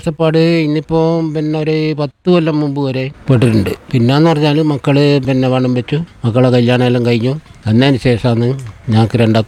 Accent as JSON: {"language": "Malayalam", "town": "Thillankeri", "region": "Kerala", "country": "India", "said": "Thillankeri."}